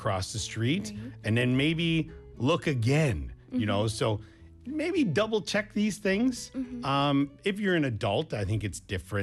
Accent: Canada; where I grew up in Canada, we were still in the city

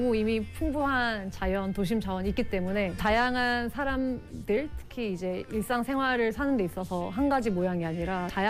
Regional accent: Yeongam, South Jeolla, South Korea; moved away as an adult; also born or lived in Seoul; now in Busan, South Korea; 저의 고향인 전남 영암에서 부산이든 그렇게 멀다라는 생각 자체를 안 했던 것 같아요.

